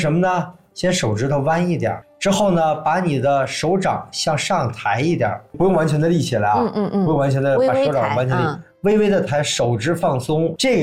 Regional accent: Northeast China, China; 作为一个东北人啊

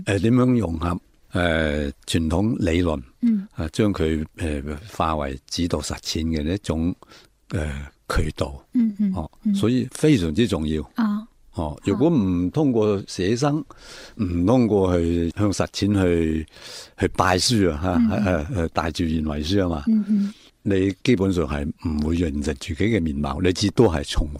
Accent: Shunde, Guangdong, China; 本来我就系岭南水乡嘅土生土长嘅，

